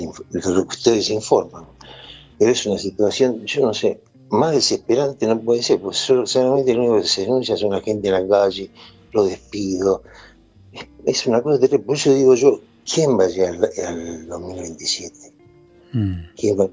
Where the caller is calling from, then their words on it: Mar del Plata, Buenos Aires Province, Argentina; Yo soy acá de Mar del Plata